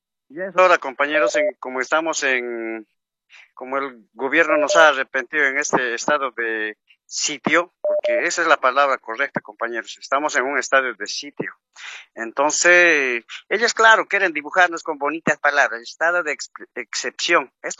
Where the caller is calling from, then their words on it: Cochabamba, Bolivia; desde Cochabamba.